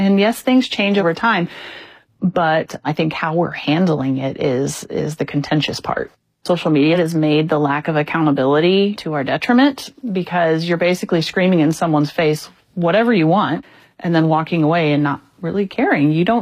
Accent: Urbana, Illinois, United States; now in Monticello, United States; I grew up in Southeast Urbana, tight-knit houses every 6 feet or whatever. But when I moved to Monticello, it was a totally different vibe.

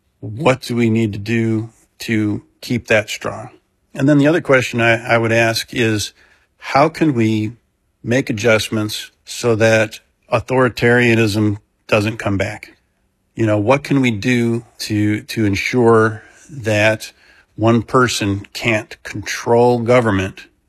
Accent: Oak Lawn, Illinois, United States; I grew up in Oak Lawn, and my high school was a Catholic preparatory seminary on the south side of Chicago

